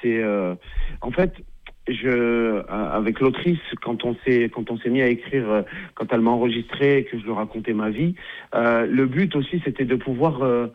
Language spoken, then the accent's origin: French; Grenoble, Auvergne-Rhône-Alpes, France; Bah, quand on vient déjà de Grenoble, je prends toute la région, hein, avec Grésivaudan, le Mélan là-bas, Échirolles, Pouquet, tout.